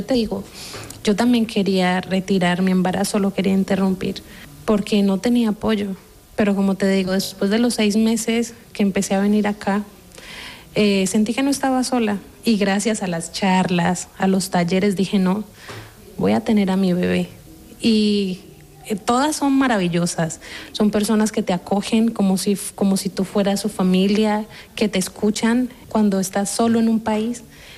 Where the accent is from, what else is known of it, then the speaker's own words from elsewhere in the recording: Colombia; moved away as an adult; now in Spain; de Colombia. Tengo 28 años